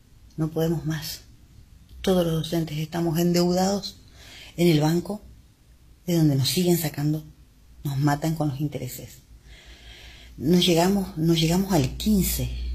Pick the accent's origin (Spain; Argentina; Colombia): Argentina; Chaco; Soy de Chaco, soy una docente jubilada.